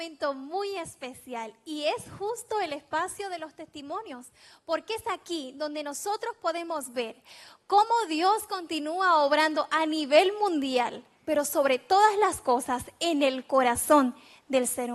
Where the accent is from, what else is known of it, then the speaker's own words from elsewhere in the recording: Puerto Rico; porque tengo a personas de mi tierra, de mi isla, de la Isla del Encanto de Puerto Rico.